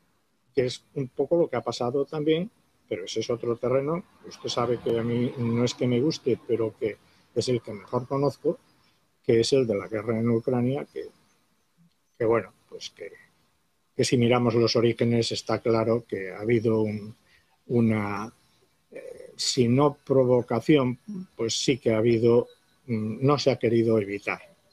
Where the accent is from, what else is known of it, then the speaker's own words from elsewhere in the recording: Spain; soy militar, pero soy español